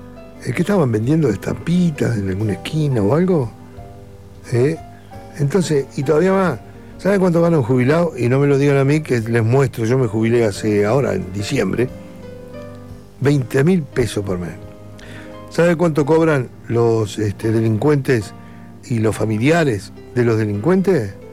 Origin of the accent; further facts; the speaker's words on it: Maldonado, Uruguay; Sí, sí, soy uruguayo, claro, nacido y criado acá en Maldonado.